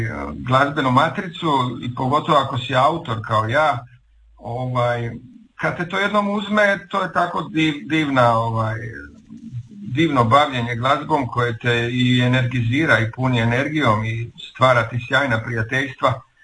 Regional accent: Knin, Šibenik-Knin County, Croatia; now in Zagreb, Croatia; Pa Knin je moj rodni grad, ja sam Knjinjanin, da tako kažem u šali, privremeno zaposlen u Zagrebu.

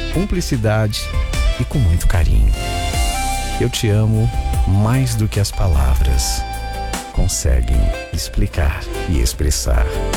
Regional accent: Benedito Leite, Maranhão, Brazil; Eu sou do interior do Maranhão, no povoado Espinho, município de Benedito Leite.

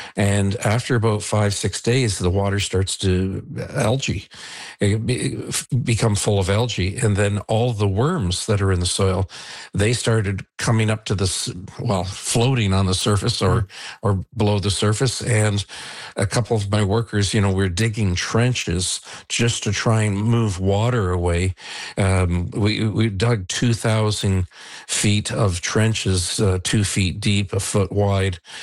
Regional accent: Niagara-on-the-Lake, Ontario, Canada; I've been lived on this road for 41 years, and I grew up in Niagara on the Lake for 69 years. So it's, my entire life.

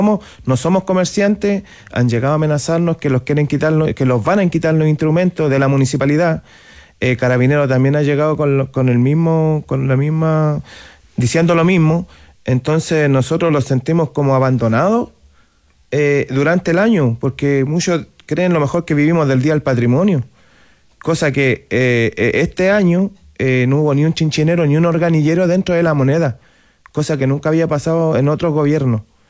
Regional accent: Chile; si fuera por la gente de acá, ustedes no estarían en el país. O sea, como diciendo que incluso no somos chilenos.

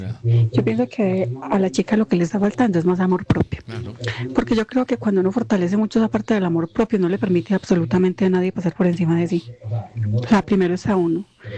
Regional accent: Medellín, Antioquia, Colombia; soy de Medellín.

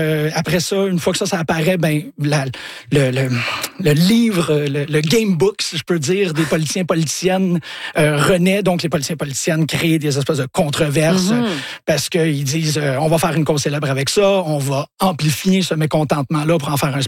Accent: Montreal, Quebec, Canada; quand j'étais jeune, ici à Montréal

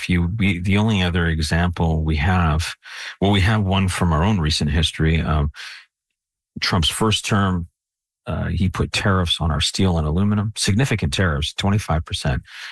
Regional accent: Canada; I'm Canadian.

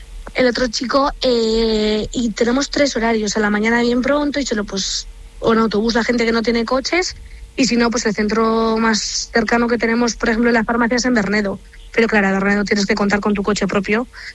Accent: Lagrán, Basque Country, Spain; antes éramos los niños de La Gran y ahora ya vamos a hacer 30 años y yo, por ejemplo, también he dado ejemplo, todavía teniendo niños, ¿no? Pero me he comprado mi casa habitual en La Gran, vivo en La Gran con mi pareja

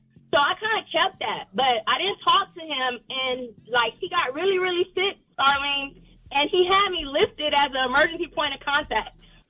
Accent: San Antonio, Texas, United States; now in Fayetteville, United States; I'm 43 years old, originally from San Antonio, Texas. I live in Fayetteville now, due to the military.

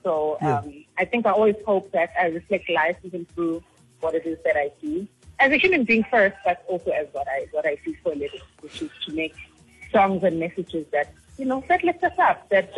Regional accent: Pietermaritzburg, KwaZulu-Natal, South Africa; moved away; also born or lived in Durban / Vaal, Gauteng; So I was born in Durban, raised in Pietermaritzburg

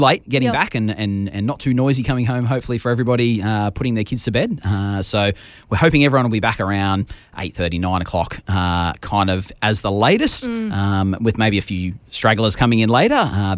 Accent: Australia; Yeah, absolutely. It's fantastic to show off Australia and the best of Australia to our international partners.

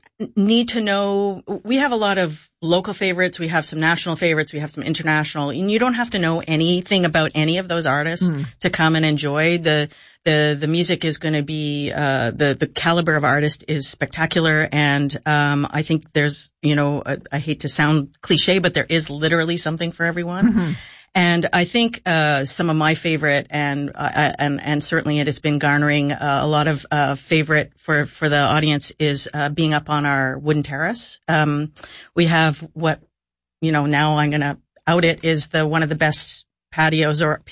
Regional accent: Ottawa, Ontario, Canada; I grew up here in Ottawa and I was dialed into CFRA all the time.

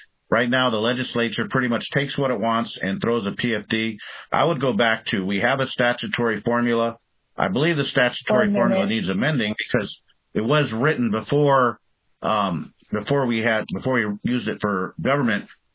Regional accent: Bethel, United States; I'm from Bethel. I've lived out here a lot of years.

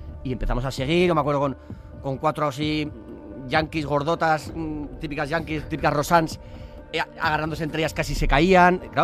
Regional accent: San Sebastián, Basque Country, Spain

